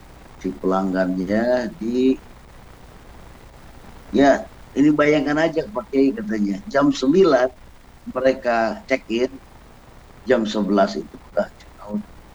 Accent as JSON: {"language": "Indonesian", "town": "Bandung", "region": "West Java", "country": "Indonesia", "said": "Nah, kita orang Bandung ini penuh kekhawatiran."}